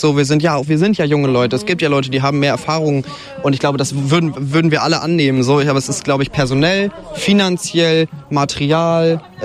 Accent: Stendal, Saxony-Anhalt, Germany; Ich glaube, wir brauchen hier in Stendal gerade, also ich rede jetzt wirklich für diese Stadt, für dieses, wo ich aufgewachsen bin, wo ich Freunde gefunden habe, wo ich in die Schule gegangen bin auch.

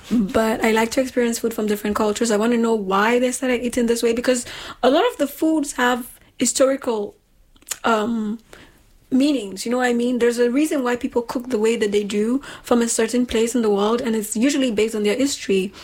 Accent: Nigeria; When I meet people and I say I'm from Nigeria, they're like, oh, jollof rice, right?

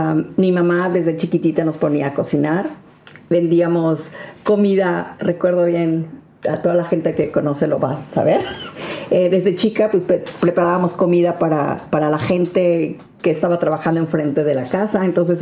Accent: Mexico; moved away as an adult; now in Germany; mexicana. Y pues bueno, todo inició cuando llegué aquí a Alemania

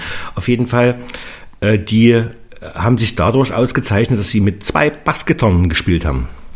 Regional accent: Radebeul, Saxony, Germany; Ich komme ja aus Radebeul und meine musikalische Sozialisierung fand

